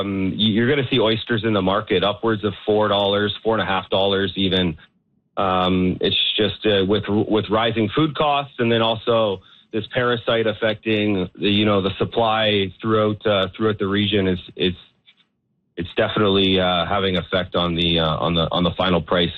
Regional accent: Toronto, Ontario, Canada; I grew up in Ontario, in Toronto

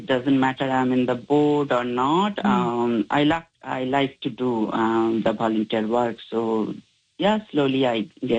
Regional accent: India; moved away as an adult; now in Winnipeg, Canada; Yeah, I grown up in India.

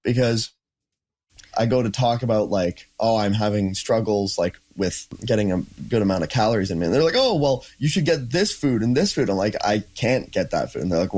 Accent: Coalhurst, Alberta, Canada; Quite different. So I grew up in Coalhurst, Alberta.

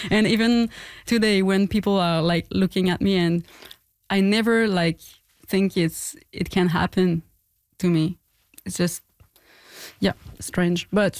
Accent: Quebec, Canada; Or maybe, you know, we grew up in Gaspésie, nearby the sea, and like a very beautiful place, but also a place where you can feel like very lonely and feel the boredom.

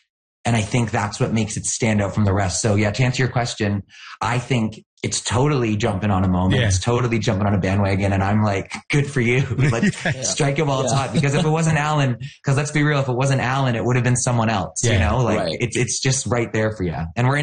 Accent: Canada

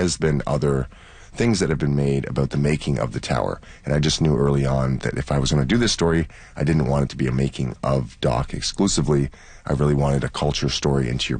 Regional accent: Toronto, Ontario, Canada; We grew up in Toronto, if you're from the city, where you think that it's always been what it is.

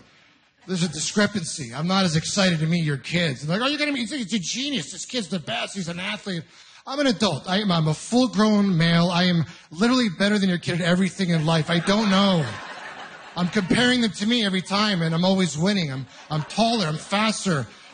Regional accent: Ontario, Canada; I'm originally from Ontario

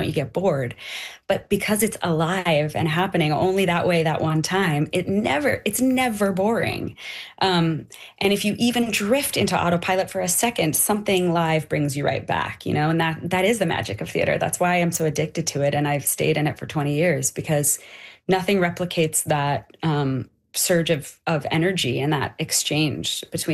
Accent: Canada; we need to do some stuff in Canada and come back and sing for our Canadian folks.

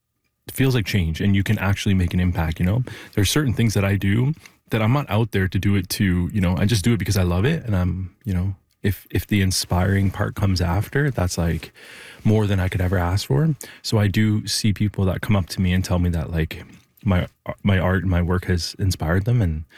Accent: Toronto, Ontario, Canada; moved away as an adult; also born or lived in Mississauga; now in Yellowknife, Canada; especially being from the South and, you know, growing up in Toronto and Mississauga my whole life in the GTA

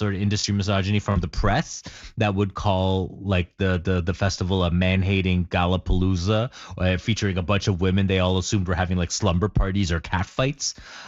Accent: Canada; in the last week since I arrived in the U.S. I mean, what a time to be in the U.S. as a Canadian

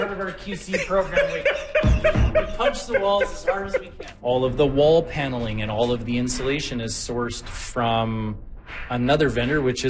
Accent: Kelowna, British Columbia, Canada; I was born in Kelowna. I've lived here my whole life.

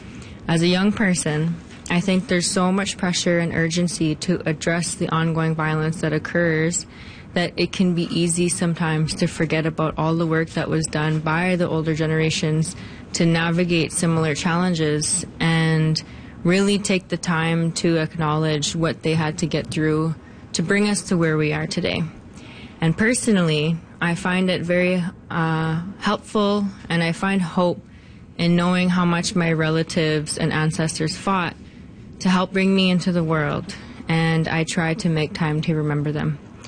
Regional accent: Kitigan Zibi, Quebec, Canada; I come from Kitagan Zibia Anishinaabeg and Algonquins of Barrier Lake. Those are the two closest Algonquin reserves in Quebec, north of Ottawa.

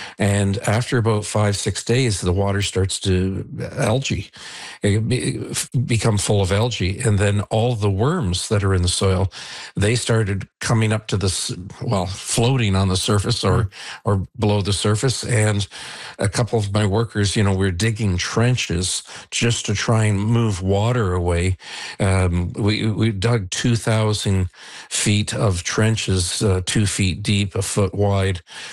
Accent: Niagara-on-the-Lake, Ontario, Canada; And I've lived on this road for 41 years, and I grew up in Niagara-on-the-Lake for 69 years. So it's my entire life.

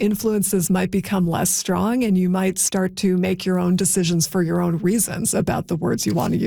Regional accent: Canada; to distinguish ourselves as Canadian

